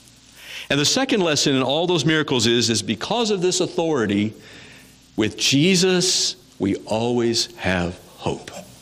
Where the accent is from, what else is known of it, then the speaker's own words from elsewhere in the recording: Missouri, United States; My hometown in Missouri was near the site of an early Civil War battle, the Battle of Wilson's Creek.